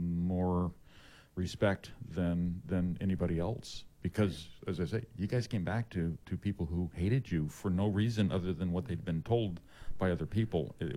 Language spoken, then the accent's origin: English; Kern County, California, United States; I'm from Kern County.